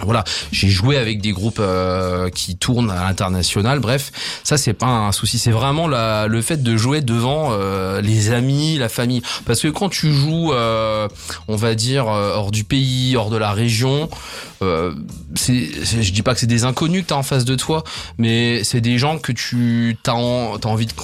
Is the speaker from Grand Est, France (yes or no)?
yes; Les Grandes-Loges, Grand Est, France; moi je suis originaire des Grandes Loges et Juvigny, enfin on est voisins, j'y passe beaucoup de temps.